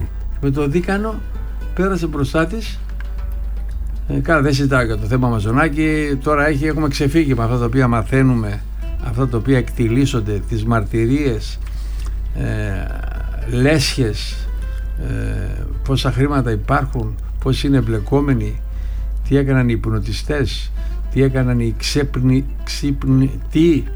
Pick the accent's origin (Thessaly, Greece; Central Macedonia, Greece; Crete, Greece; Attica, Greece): Thessaly, Greece; Karditsa; εγώ μεγάλωσα στην Καρδίτσα, φίλε. Όλοι γνωριζόμασταν.